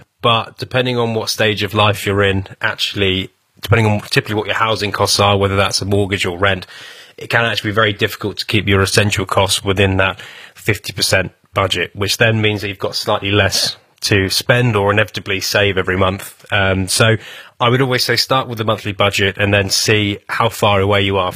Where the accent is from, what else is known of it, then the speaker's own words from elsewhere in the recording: Petersfield, South East England, United Kingdom; So I grew up in Petersfield, and there's two rivers in Petersfield called Tilmore Brook and the River Rother.